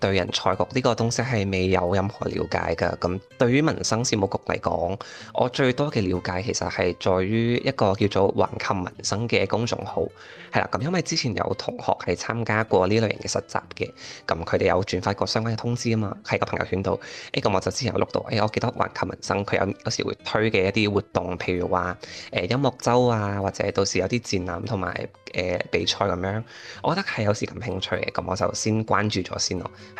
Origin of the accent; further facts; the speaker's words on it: Macau; moved away as an adult; now in Shanghai, China; 我系目前就读喺复旦大学新闻学院广告学嘅研究生二年级， … 咁我系嚟自澳门嘅。